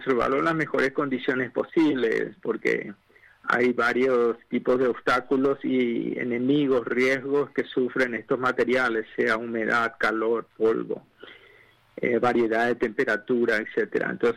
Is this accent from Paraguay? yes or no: yes; Paraguay; nos identifica muy bien como paraguayos